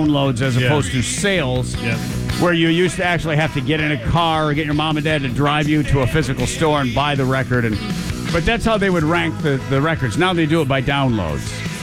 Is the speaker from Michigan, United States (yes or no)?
yes; Grand Rapids, Michigan, United States; So in my hometown where I grew up, Grand Rapids, Michigan